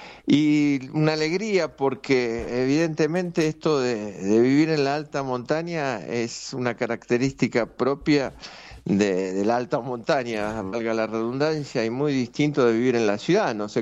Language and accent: Spanish; Buenos Aires, Argentina; moved away as an adult; also born or lived in Misiones; siendo un porteño